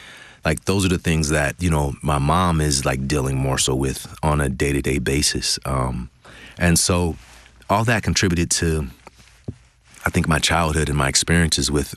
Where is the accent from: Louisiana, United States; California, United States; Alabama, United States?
California, United States; born or raised there